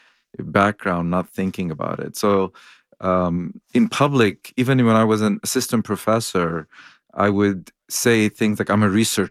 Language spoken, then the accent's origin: English; Lebanon; now in United States; I'm an immigrant from Lebanon of Armenian origin, and a lot of folks I know in this category want a medical doctor in the family.